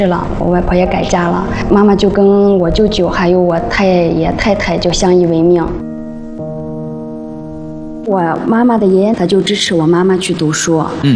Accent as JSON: {"language": "Chinese", "town": "Qingyang", "region": "Gansu", "country": "China", "said": "我来自甘肃省庆阳市正元县。"}